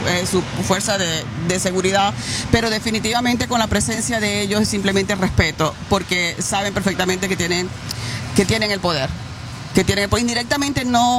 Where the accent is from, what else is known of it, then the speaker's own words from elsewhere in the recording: Venezuela; moved away; Y como cada venezolano en el mundo, nosotros estamos regaditos por todas partes, los que no podemos estar en Venezuela